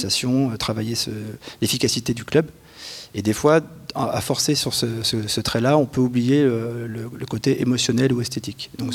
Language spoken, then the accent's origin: French; Brittany, France; moi je suis de Bretagne